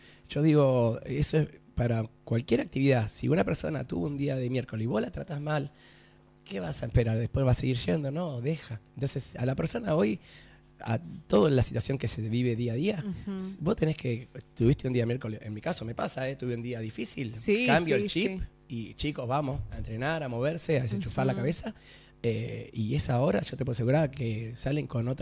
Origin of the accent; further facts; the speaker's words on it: Buenos Aires, Argentina; moved away as an adult; also born or lived in Haedo; now in Río Gallegos, Argentina; Soy de Buenos Aires, de Granbur. Mira. Y después, un tiempo viví en Aedo. Zona oeste.